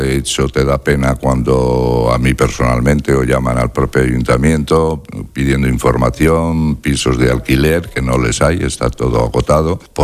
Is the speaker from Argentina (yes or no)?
no; Cantabria, Spain; siendo tan independientes como somos los cántabros no veía que se sumase